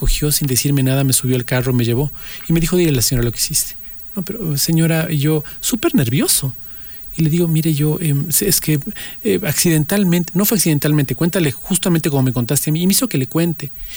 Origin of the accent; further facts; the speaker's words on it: Quito, Pichincha, Ecuador; Yo, quiteño de bien, olvídate, yo soy quiteño de mal.